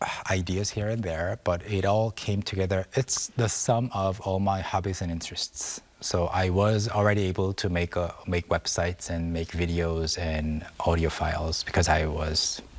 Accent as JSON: {"language": "English", "country": "South Korea", "tie": "born there", "second_language": "English", "said": "I had to learn English the hard way in Korea, almost by myself."}